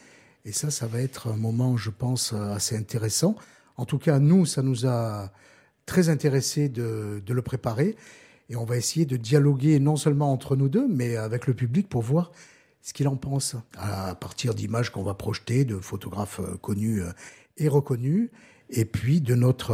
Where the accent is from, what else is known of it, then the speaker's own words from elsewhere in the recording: Gap, Provence-Alpes-Côte d'Azur, France; sur les Hautes-Alpes, oui, je suis né à Gap, et donc je suis toujours resté à Gap, même si j'ai beaucoup voyagé.